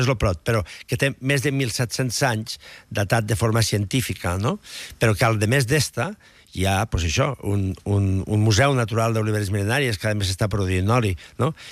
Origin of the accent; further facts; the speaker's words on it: Catalonia, Spain; som Terres de l'Ebre, que som quatre comarques, Montsià, Baix Ebre, Ribera d'Ebre i Terra Alta